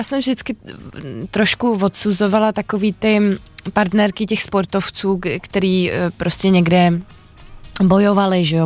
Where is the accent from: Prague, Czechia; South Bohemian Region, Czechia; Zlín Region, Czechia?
Prague, Czechia; Já jsem celoživotně Praha 6.